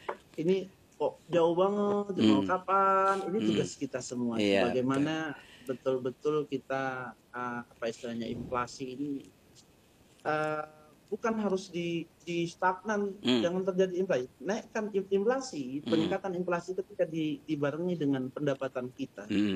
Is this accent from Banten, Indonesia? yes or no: no; East Java, Indonesia; kita orang Madura